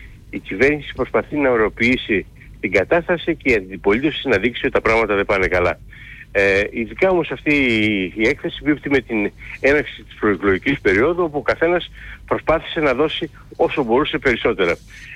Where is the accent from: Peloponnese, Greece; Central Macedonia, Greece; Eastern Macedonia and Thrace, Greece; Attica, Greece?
Eastern Macedonia and Thrace, Greece; Έτσι λένε και στην πατρίδα μου επάνω στον Εύρο.